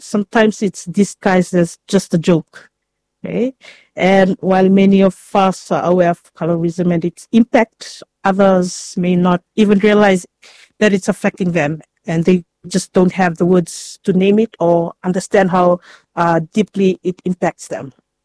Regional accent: Fiji; I am originally from Fiji.

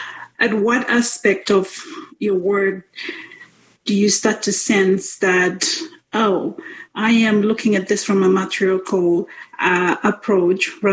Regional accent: Vanuatu; I'm from Vanuatu

